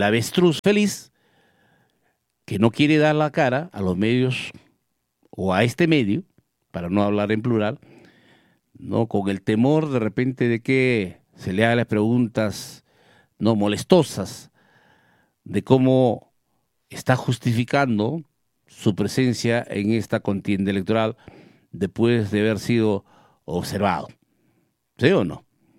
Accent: Villa Rica, Pasco, Peru; mi pueblo de Villarrica.

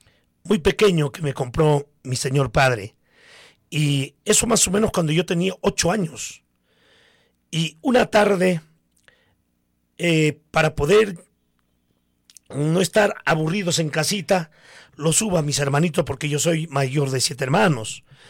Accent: Coracora, Ayacucho, Peru; El recordar mi niñez, ¿no? Parte de mi juventud aquí en la ciudad de Coracora.

